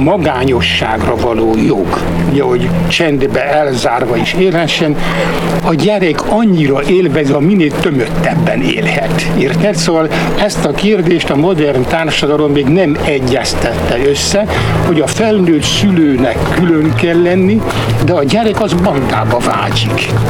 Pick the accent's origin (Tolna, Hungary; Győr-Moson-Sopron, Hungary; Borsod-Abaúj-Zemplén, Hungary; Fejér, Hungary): Tolna, Hungary; Felsőrácegres; messze eső puszta az, ahol én születtem, Rátszeg, Felső Rátszegre, a Simon tornya és Sárszent Lőrinc között. Ott volt az apám urodalmi főgépész.